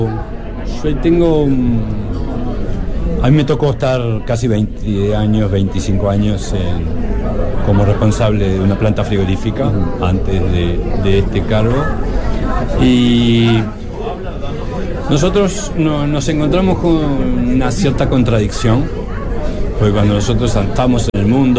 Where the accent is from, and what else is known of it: Uruguay